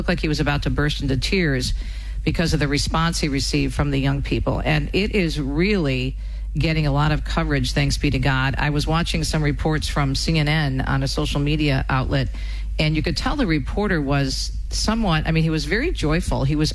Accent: Detroit, Michigan, United States; For example, in my hometown of Detroit, they had a Pride Day.

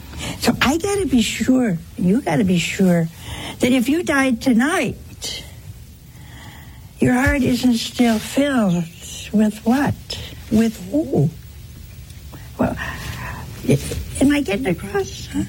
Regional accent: Ohio, United States; Oh, hey, that's my home state.

